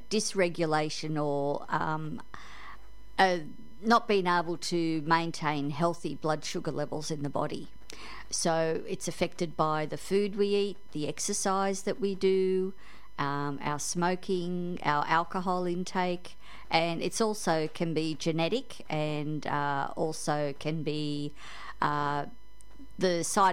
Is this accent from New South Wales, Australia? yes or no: yes; Sydney, New South Wales, Australia; also born or lived in Cairns; now in Thursday Island, Australia; I grew up in Sydney and have lived in Cairns for 20 years.